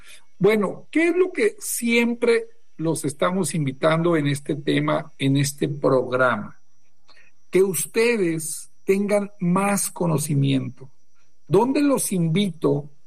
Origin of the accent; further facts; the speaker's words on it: Torreón, Coahuila, Mexico; accent: norteño; moved away; como decimos ahí en el norte, acuérdense que soy de Torreón. Me cayó re bien que todos hablaban igual que yo, muy norteño, porque yo acá no me se ríen a veces mi tono norteño que tengo